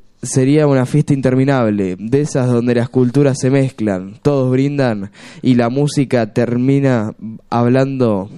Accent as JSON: {"language": "Spanish", "region": "Mendoza", "country": "Argentina", "said": "Soy mendocino y aunque mi tierra esté tan lejos del litoral, el chamamé siempre tiene un lugarcito en mi casa y en mi corazón."}